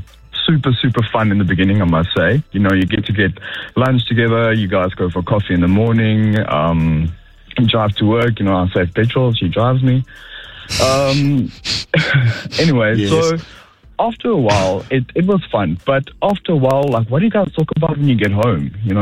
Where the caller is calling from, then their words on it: Johannesburg, Gauteng, South Africa; From Joburg.